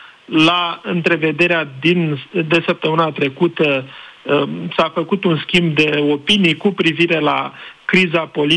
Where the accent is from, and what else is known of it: Romania